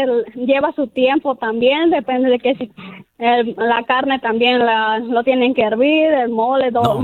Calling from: Bloomington, United States; De aquí, de Bloomington.

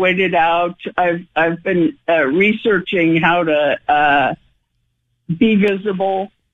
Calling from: San Francisco, California, United States; in San Francisco

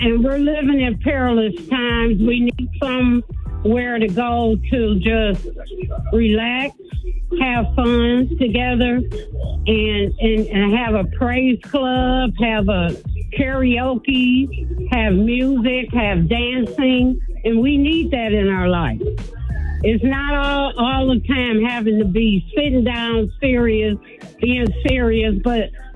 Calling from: Atlanta, Georgia, United States; I'm calling from Atlanta, Georgia.

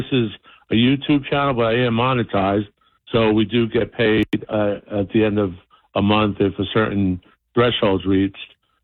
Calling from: New Jersey, United States; We're from Jersey.

